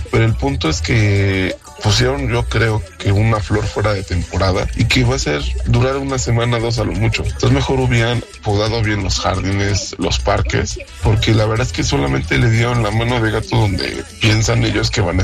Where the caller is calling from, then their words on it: Mexico City, Mexico; de la Ciudad de México.